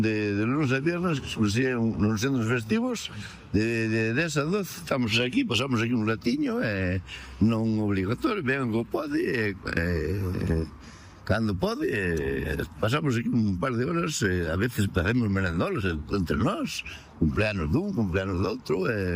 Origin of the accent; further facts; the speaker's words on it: Toques, Galicia, Spain; Eu son de Toques.